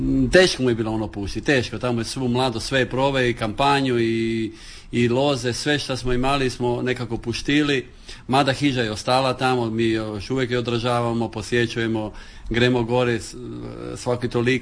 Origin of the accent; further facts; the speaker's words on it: Motovun, Istria County, Croatia; prvo reći iz Motovuna, iz Kaldira, to su moji korijeni, to je moj rod i jako sam ponosan